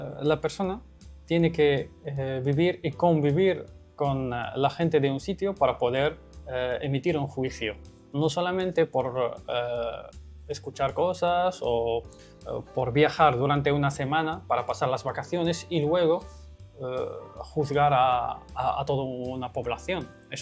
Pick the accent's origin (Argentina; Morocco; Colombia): Morocco; now in Jerez, Spain